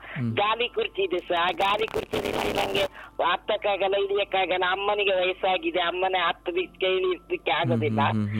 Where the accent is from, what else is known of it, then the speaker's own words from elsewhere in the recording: Karnataka, India; first language Kodava; Kannada is a second language; ನಮ್ಮ ಭಾಷೆ ಕೊಡವ ಭಾಷೆ